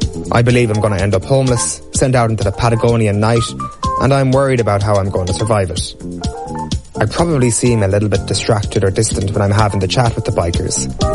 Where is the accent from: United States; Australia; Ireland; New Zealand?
Ireland; I'm Irish